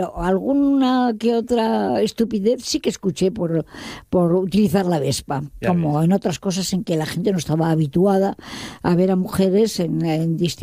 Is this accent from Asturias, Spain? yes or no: yes; Asturias, Spain; also born or lived in San Sebastián; yo nací casualmente en San Sebastián, al mes estaba en Asturias